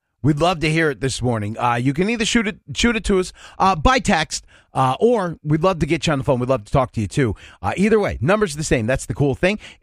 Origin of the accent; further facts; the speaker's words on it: Hudson, New York, United States; moved away; at least the one in Hudson, New York, where I grew up, was this brick building that had like maybe one window.